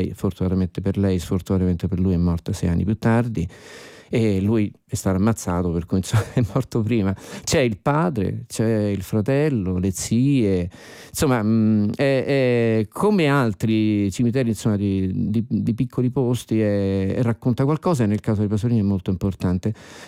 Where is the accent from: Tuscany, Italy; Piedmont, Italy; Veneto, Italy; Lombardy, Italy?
Lombardy, Italy; è friulano come io sono lombardo